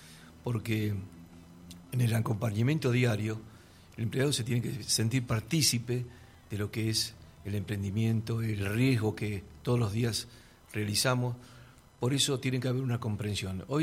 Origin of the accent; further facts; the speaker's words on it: Buenos Aires, Argentina; moved away; porque yo que vine hace 44 años de Buenos Aires, amo donde estoy, es el lugar de mis hijos, es el lugar de mis nietos, es la Argentina en sí.